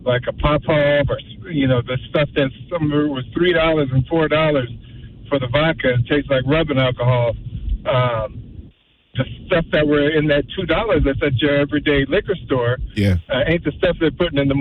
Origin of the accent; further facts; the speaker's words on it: United States; I'm Muslim. I should never have been drinking. However, I grew up in America. I grew up as a teenager